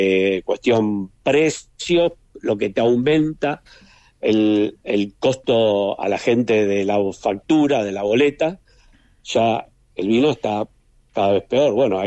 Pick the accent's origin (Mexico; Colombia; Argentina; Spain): Argentina; Siendo argentino nada más te adaptás.